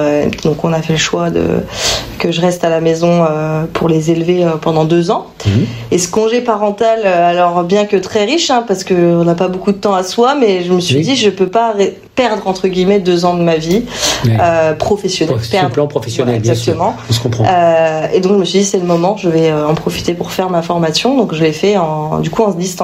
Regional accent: Chalon-sur-Saône, Bourgogne-Franche-Comté, France; Oui, moi je suis natif de Chalon.

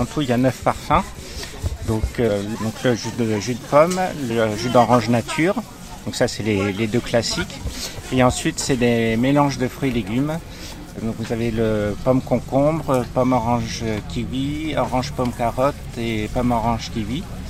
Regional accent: Épernay, Grand Est, France; Oui, je suis un Marnais pur jus puisque je suis né à Épernay.

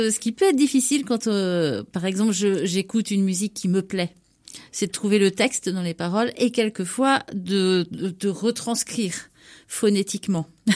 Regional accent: Brittany, France; moi je suis bretonne.

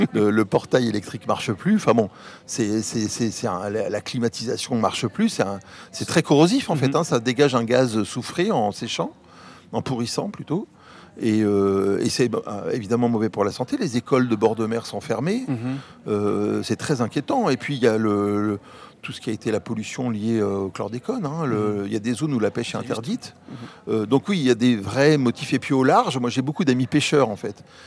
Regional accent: Martinique, France; moi, j'ai grandi à la Martinique et j'y retourne régulièrement

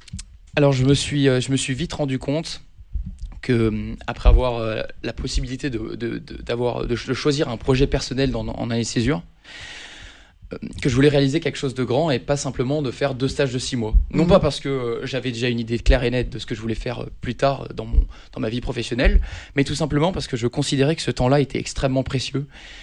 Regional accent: Aix-en-Provence, Provence-Alpes-Côte d'Azur, France; moved away as an adult; now in Lyon, France; Alors, pour parler un peu du parcours, en effet, donc moi je suis né à Aix et je suis aixois et je suis resté assez longtemps en Provence. J'ai fait mon lycée à la Cordère à Marseille, puis j'ai fait une prépa à Aix-en-Provence à Vauvenargues

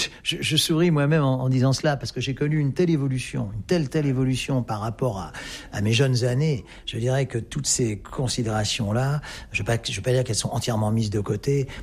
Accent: France; born there; ce qui est ma demi-nationalité vu que je suis né en France, de mère néerlandaise.

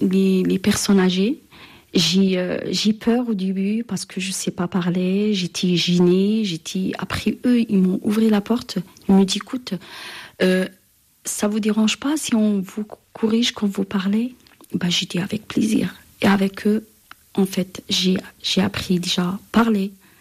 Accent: Algeria; French is a second language; moved away as an adult; now in France; je suis algérienne. J'étais, quand j'ai rentré en France, je ne sais même pas parler français. Je connais 2 mots, merci et bonjour.

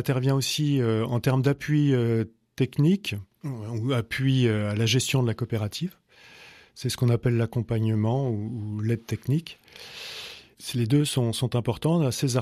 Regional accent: France; now in Angoulême, France; nous, en tant que Français habitant Angoulême ou le secteur d'Angoulême

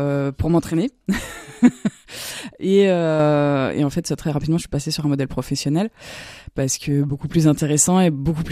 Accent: Grand Est, France; moved away; Moi je suis originaire d'Alsace en fait

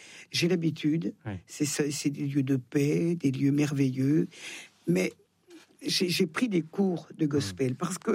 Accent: Thonon-les-Bains, Auvergne-Rhône-Alpes, France; Je suis née à Thonon.

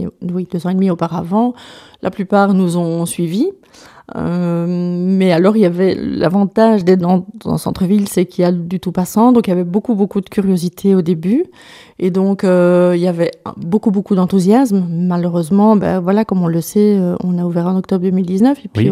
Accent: Namur, Wallonia, Belgium; Alors non, moi je suis namuroise, pure souche.

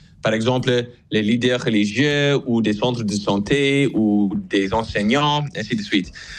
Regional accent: Canada; French is a second language; Je suis un Canadien qui arrive au Congo. J'ai travaillé depuis un certain temps.

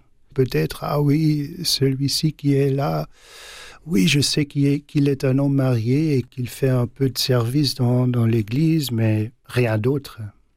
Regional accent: Lokeren, Flanders, Belgium; Ben, je suis grandi en Flandre orientale, pas loin de Gand, c'est-à-dire 20-25 kilomètres de Gand, à une ville qui s'appelle Lokeren.

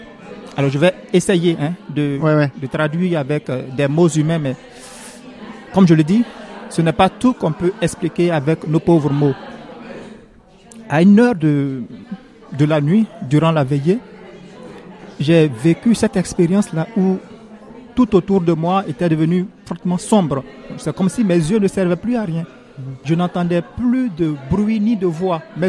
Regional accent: Côte d’Ivoire; je suis originaire de la Côte d'Ivoire, voilà, j'ai 36 ans, je suis le fils aîné d'une famille de 7 enfants.

